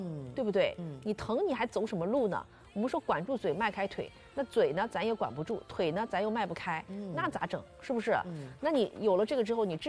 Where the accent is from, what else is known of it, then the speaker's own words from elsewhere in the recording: China; 他们的这个户外运动比我们 东就比我们中国人比我们亚洲人真的是多很多